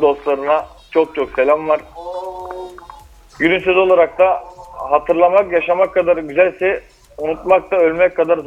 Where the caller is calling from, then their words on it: Aydın, Turkey; ben Aydın Açık'tan arıyorum, Park Bahçe'den.